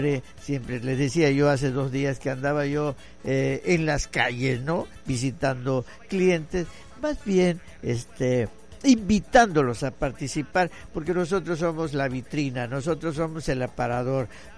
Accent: Mexico; Es la cultura de, como mexicano, como hijo, como papá, como esposo, que nos han inculcado.

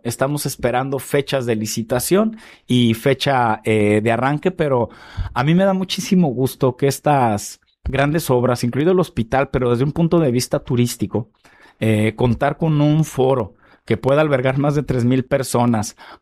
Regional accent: Manzanillo, Colima, Mexico; El tema es que la ciudad funcione mejor para los manzanillenses, que funcione mejor para nosotros y nuestras familias.

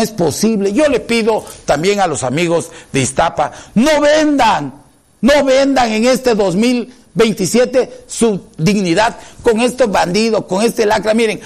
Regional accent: Chiapas, Mexico; Yo como mexicano y como chiapaneco me siento totalmente defraudado

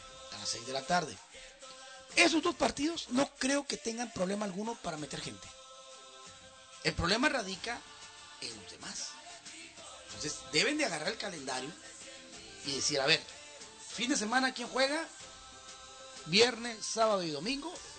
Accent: Mexico

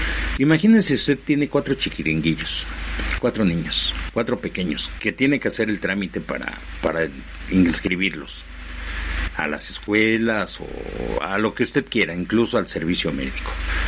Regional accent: Mexico; Creo que como mexicanos deberíamos de incluir

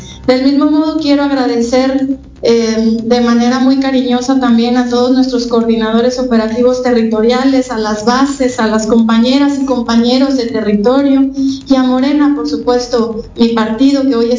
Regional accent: Colima, Mexico; que valora los derechos y el bienestar que hemos conquistado como colimenses y como mexicanos

